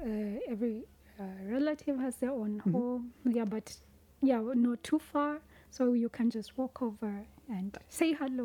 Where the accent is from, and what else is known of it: Western, Kenya